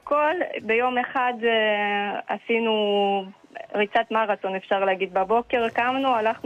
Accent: Tirat Carmel, Haifa District, Israel; אני מטילת

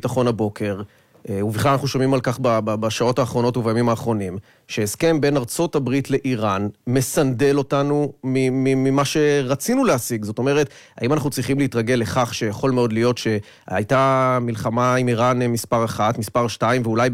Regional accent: Haifa, Haifa District, Israel; אתה לא אמרת מעולם, אני גדלתי כאן, ולכן זה מאוד מרגש וכיף לחזור למקום הזה, המקום המאוד מוכר.

